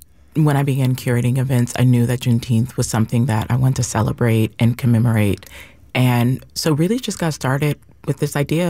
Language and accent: English; Ohio, United States; now in San Diego, United States; I grew up celebrating a lot of Black American holidays, and I'm originally from Ohio